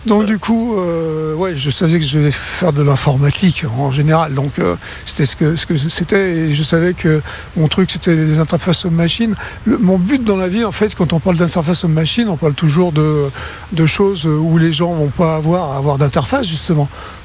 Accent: France; accent: French; now in United States

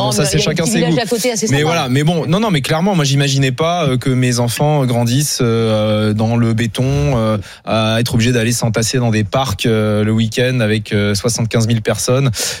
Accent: Pompertuzat, Occitanie, France; also born or lived in Alsace; now in Basque Country, France; moi, je suis né en Alsace et j'ai grandi à Pompertuisa, un petit village dans le Lauragais, au sud de Toulouse.

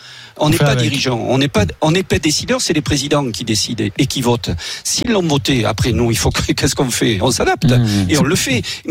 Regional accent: Sarlat, Nouvelle-Aquitaine, France; je suis bien du Périgord. Merci. Et bien un vrai Périgourdin.

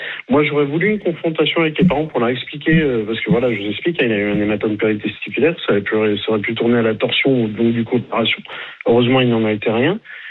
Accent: Orléans, Centre-Val de Loire, France; la mairie d'Orléans, parce que je suis d'Orléans

